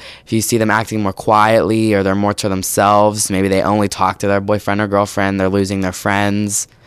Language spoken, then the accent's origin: English; South Allegheny, Pennsylvania, United States; I'm from South Allegheny, and I'm in 11th grade.